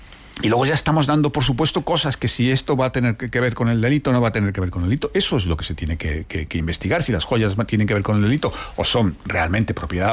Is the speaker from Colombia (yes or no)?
no; Spain